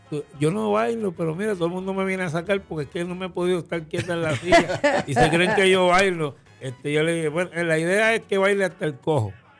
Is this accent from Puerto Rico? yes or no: yes; Puerto Rico; este gran país en el que yo me crié y nací, en Puerto Rico